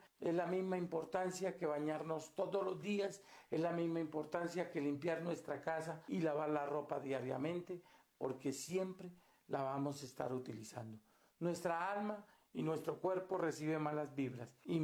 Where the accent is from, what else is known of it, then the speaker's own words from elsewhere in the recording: Catemaco, Veracruz, Mexico; la cultura que tenemos en nuestra tierra de Catemaco, Veracruz.